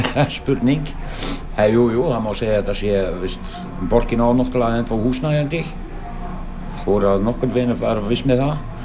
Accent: Belgium; Icelandic is a second language; now in Iceland; Ég er upprunalega frá Belgíu og kom hérna sem sagt sent 81.

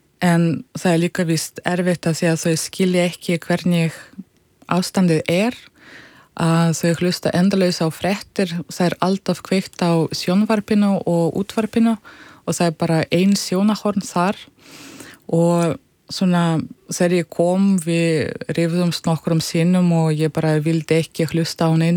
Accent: Russia; Icelandic is a second language; og lappa sama sömu götur sem ég lappaði þegar ég var lítil, að þetta var mjög gefandi líka að sjá heimalandið mitt upp á nýtt í öðru ljósi

